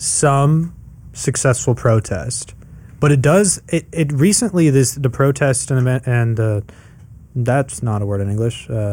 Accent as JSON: {"language": "English", "region": "California", "country": "United States", "said": "as a Californian, should I vote for the president thing?"}